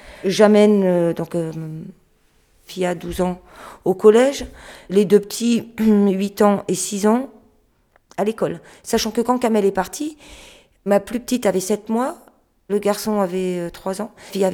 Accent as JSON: {"language": "French", "country": "France", "said": "Je suis française convertie à l'islam."}